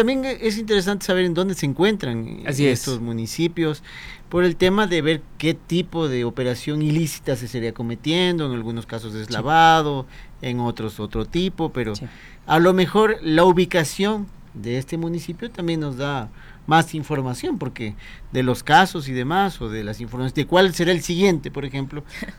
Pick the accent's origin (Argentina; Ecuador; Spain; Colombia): Ecuador; O sea, que somos todos los ecuatorianos que pagamos con los impuestos la compensación, algo así.